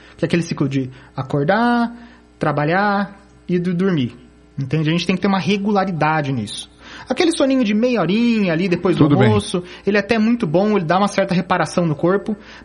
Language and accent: Portuguese; Ponta Grossa, Paraná, Brazil; born there; moved away; also born or lived in Cuiabá, Mato Grosso; eu sou nascido em Ponta Grossa, né, no Paraná. Morei em Cuiabá por 14 anos, então a gente já conseguiu ter uma boa conversa aqui sobre os cuiabanos. E retornei esse ano para casa, né, meu Paraná